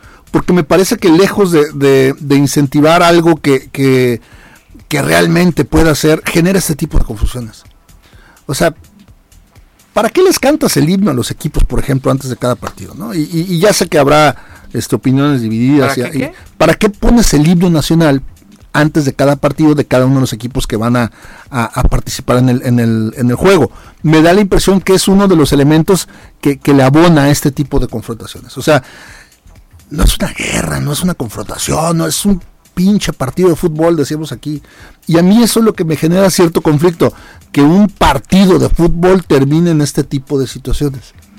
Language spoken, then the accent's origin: Spanish; Mexico; También nosotros como mexicanos no hemos sido los más respetuosos